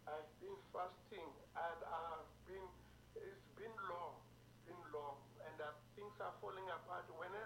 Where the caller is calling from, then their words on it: Pretoria, Gauteng, South Africa; English is a second language; I'm in here in Mamelodi.